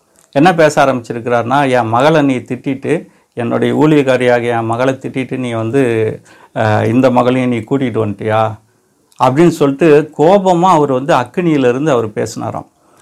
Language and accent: Tamil; India; born there; also born or lived in Pune / Lucknow; சத்தீஸ்கரில் ஜார்கண்டில் நான் பிறந்தேன்